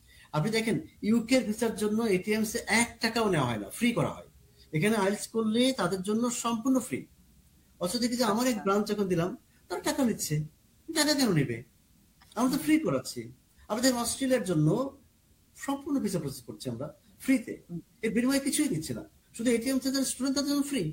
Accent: Kushtia, Khulna Division, Bangladesh; moved away; আমার বাড়ি যেমন কুষ্টিয়া

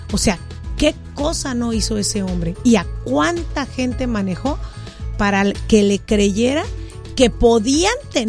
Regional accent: Guadalajara, Jalisco, Mexico; disculpe, es que yo no soy de aquí. Le dije, yo vengo de Guadalajara.

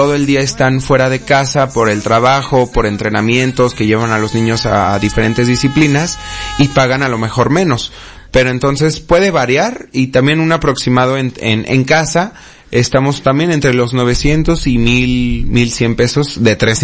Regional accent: Guadalajara, Jalisco, Mexico

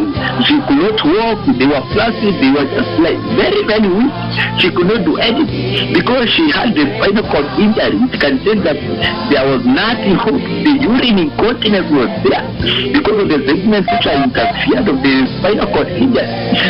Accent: Kenya; Sometimes I tremble so much that I am a Kenyan.

